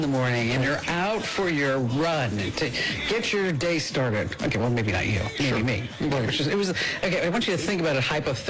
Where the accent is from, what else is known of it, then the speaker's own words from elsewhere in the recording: New Jersey, United States; accent: New Jersey; That's my New Jersey accent coming up.